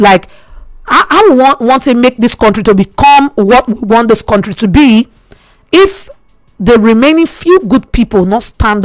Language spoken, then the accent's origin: English; Nigeria